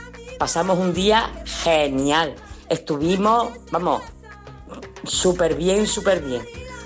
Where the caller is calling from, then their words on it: Nueva Carteya, Andalusia, Spain; de Nueva Cartella.